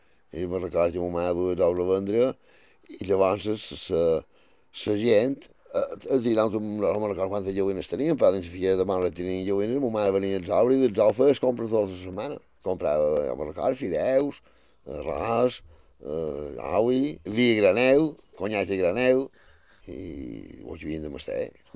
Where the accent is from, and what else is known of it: Balearic Islands, Spain; born there